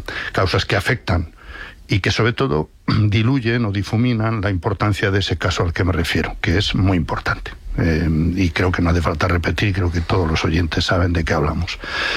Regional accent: León, Castile and León, Spain; No, sospechoso, para... soy de León.

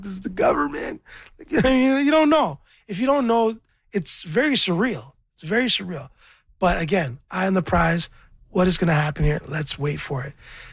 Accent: Scarborough, Ontario, Canada; I'm from Scarborough. I'm a rapper.

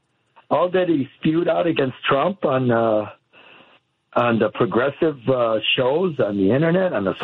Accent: United States; I grew up on 18th in California.

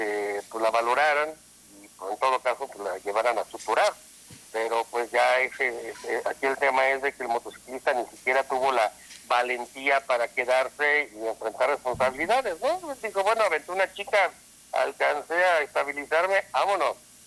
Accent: Mexico; los mexicanos nos catalogan por romper todas las reglas

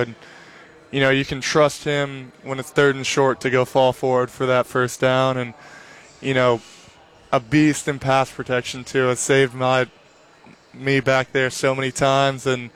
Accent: Austin, Texas, United States; I went back to Austin, and that's where my girlfriend's from, too, and all of my hometown friends.

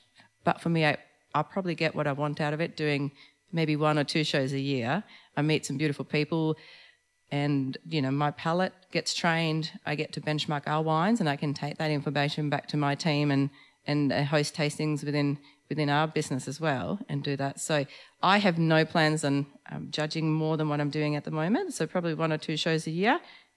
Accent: Sweden; moved away as an adult; now in Australia; as you probably can tell, I have a bit of an accent. I wasn't born here and I come from a country pretty far away. I come from Sweden, and in Sweden there's no wine industry. We don't grow grapes. It's cold there, so grapes can't really grow. I came to Australia in 2005

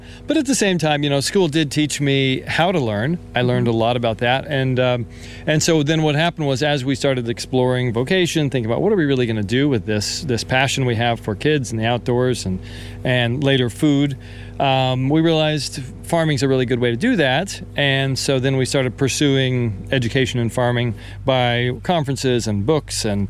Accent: Springfield, Missouri, United States; Yeah, I was born and raised in Springfield. Yep, born at Cox North, which, of course, I don't think you can be born at Cox North anymore.

